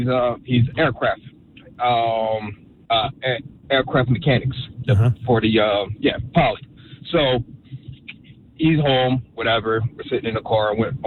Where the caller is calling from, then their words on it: Trenton, New Jersey, United States; I'm not from Riverside, I'm from Trent.